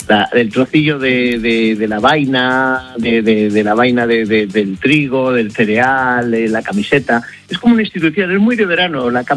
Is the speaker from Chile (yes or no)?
no; Villacastín, Castile and León, Spain; mi pueblo, en Villacastín